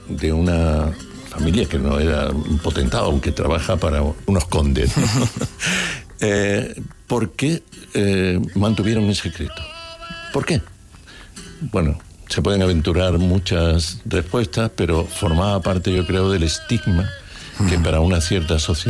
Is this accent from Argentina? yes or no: no; Jerez de la Frontera, Andalusia, Spain; Curiosamente yo me crié en la Asunción y fui vecino de muchos gitanos que venían de Santiago